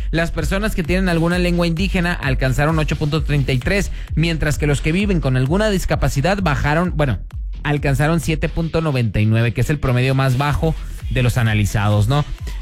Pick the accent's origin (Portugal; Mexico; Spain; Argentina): Mexico; qué tan felices somos los mexicanos